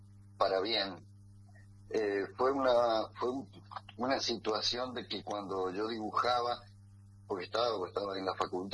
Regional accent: San José de Jáchal, San Juan, Argentina; yo soy de Cacha

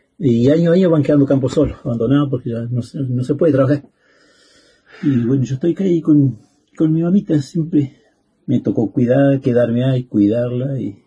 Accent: Campanario, Chubut, Argentina; Sí. Bueno, yo nací en Campanario. Uh-huh. Tengo más de 50 años, igual. Soy nacido y criado ahí, en Campanario, en el establecimiento donde estamos.

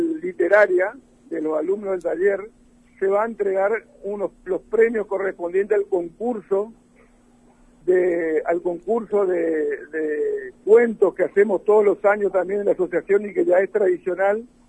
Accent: Argentina; para aquellos que somos argentinos y también italianos.

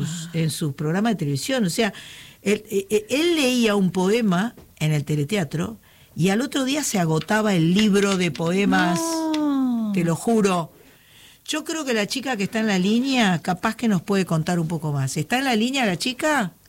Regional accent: Buenos Aires, Argentina; Yo soy porteño, Cosa Juzgada y La Nena, pero no del teleteatro.

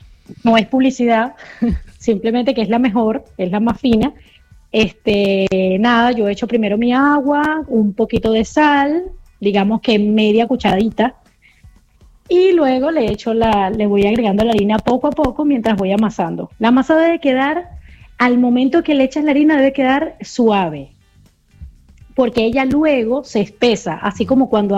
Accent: La Guaira, Venezuela; now in Margarita Island, Venezuela; yo originalmente soy de La Guaira. Yo me vine acá desde la tragedia del 99, que fue la vaguada, los ríos cuando se salieron.

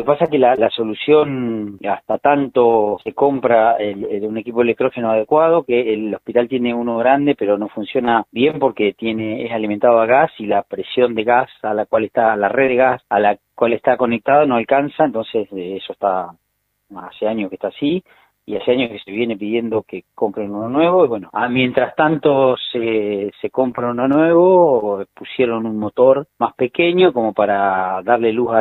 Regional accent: Esquel, Chubut, Argentina; todos los que somos de Esquel

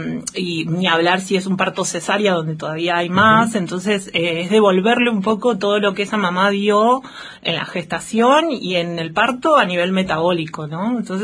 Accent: Argentina; nosotros como argentinos tenemos la ley de parto respetado

